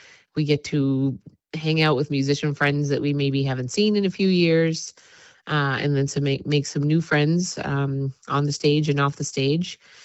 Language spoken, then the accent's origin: English; Nova Scotia, Canada; And I am from Cape Breton, and, you know, I'm in my fifth decade, so I've been around.